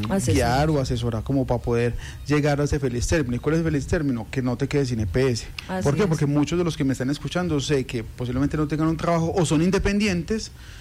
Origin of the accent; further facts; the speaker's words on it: Colombia; es como un deber como colombiano, como ciudadano.